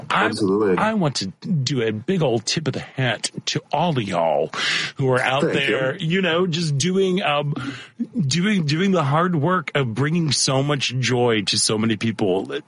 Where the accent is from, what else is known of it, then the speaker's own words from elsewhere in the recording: St. Louis, Missouri, United States; as a kid, growing up in St. Louis, like the Muni was.